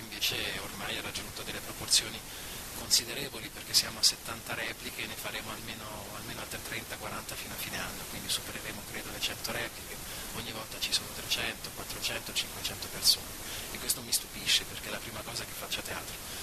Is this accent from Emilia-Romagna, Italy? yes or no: no; Tuscany, Italy; ogni volta che passavo dalle mie parti, cioè Toscana.